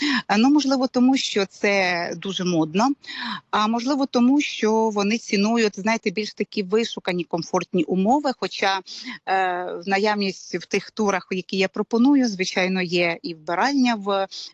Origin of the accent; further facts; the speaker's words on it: Poltava, Poltava Oblast, Ukraine; Перше те, що у нас я з Полтави, і у нас прекрасне сполучення.